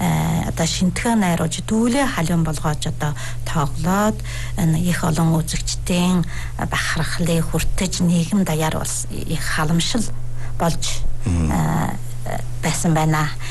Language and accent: Mongolian; Inner Mongolia, China